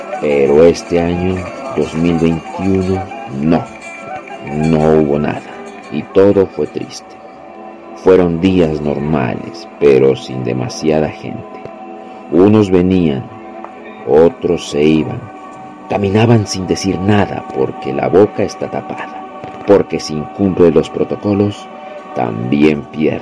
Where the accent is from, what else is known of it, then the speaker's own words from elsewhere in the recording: Pasto, Nariño, Colombia; La ciudad de Pasto, de donde vengo, de artesanos, con registros de más de un siglo. Una ciudad llena de alegría y magia, aunque a veces olvidada